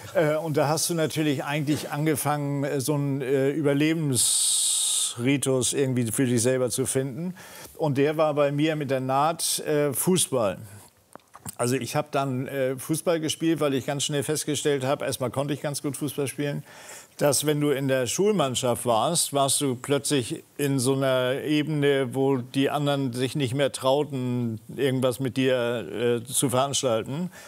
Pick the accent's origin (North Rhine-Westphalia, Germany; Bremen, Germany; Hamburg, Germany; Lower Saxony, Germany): Hamburg, Germany; Und ich war aus Hamburg.